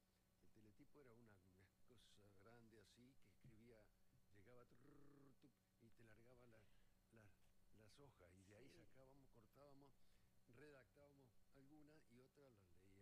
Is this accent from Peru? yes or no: no; Neuquén, Argentina; Y ahí crecí yo, en Colonia Valentina, cuando era rural.